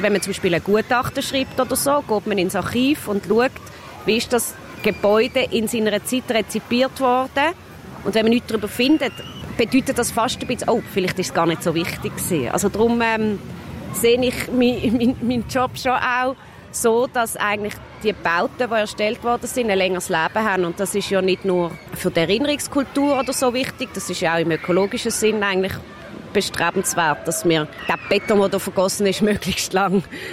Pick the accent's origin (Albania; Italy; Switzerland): Switzerland; Basel, Basel-Stadt; Ich bin in Basel aufgewachsen, am Rhein.